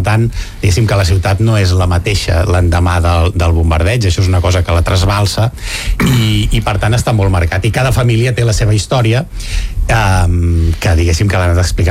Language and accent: Catalan; Granollers, Catalonia, Spain; És, Clar, és directe, jo sóc de Granollers.